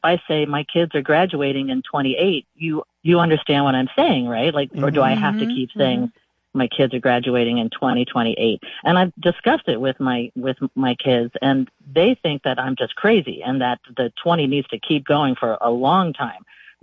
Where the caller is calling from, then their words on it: Santa Cruz, California, United States; I'm calling from Santa Cruz, California.